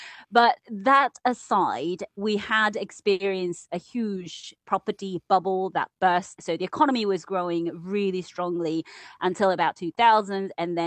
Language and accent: English; Japan; for listeners out there who want to visit my home country, it's great for you because everything is so cheap.